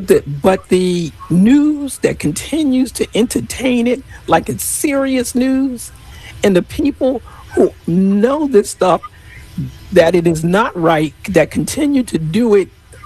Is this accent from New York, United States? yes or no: yes; New York, United States; As a New Yorker